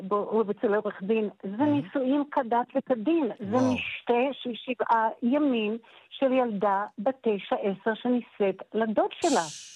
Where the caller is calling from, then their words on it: Jerusalem, Jerusalem District, Israel; אני מדברת איתך מירושלים.